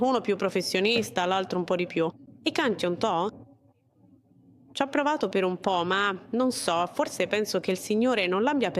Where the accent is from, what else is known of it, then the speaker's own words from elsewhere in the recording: Colombia; Italian is a second language; innanzitutto sono colombiana.